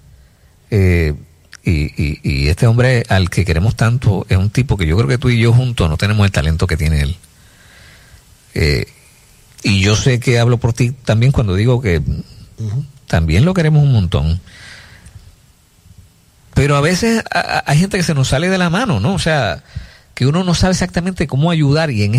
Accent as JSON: {"language": "Spanish", "region": "Bayamón", "country": "Puerto Rico", "tie": "born or raised there", "said": "yo nacido y criado en Sierra Bayamón."}